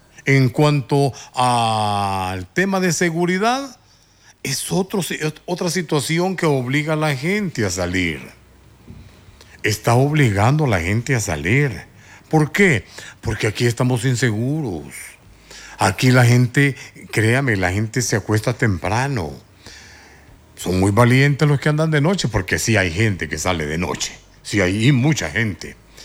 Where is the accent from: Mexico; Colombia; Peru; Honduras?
Honduras; la situación que estamos pasando los hondureños.